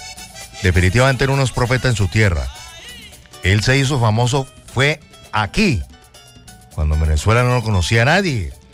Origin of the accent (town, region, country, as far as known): Colombia